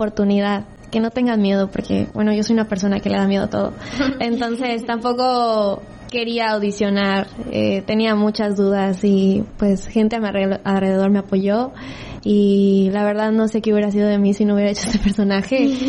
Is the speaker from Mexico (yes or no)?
yes; Campeche, Mexico; moved away; a pesar de que yo ya vivo, pues, fuera de aquí, ya no vivo en Campeche